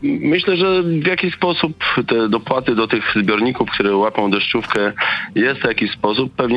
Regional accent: Suwałki, Podlaskie Voivodeship, Poland; Pochodzę z Suwałki

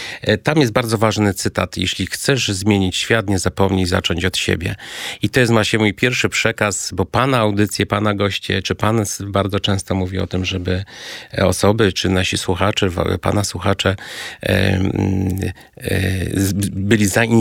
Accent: Kraków, Lesser Poland, Poland; Hucialinem. Nowej nawet. Huty, tak.

